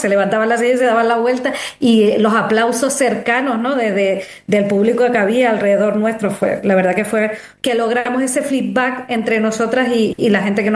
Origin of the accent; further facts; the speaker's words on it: San Juan de la Rambla, Canary Islands, Spain; Nosotros somos de aquí de San Juan de la Rambla